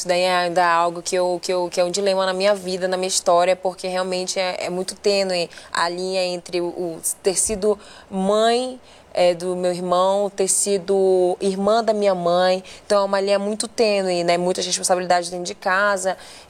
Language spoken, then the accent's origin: Portuguese; Manaus, Amazonas, Brazil; born there; Eu nasci em Manaus.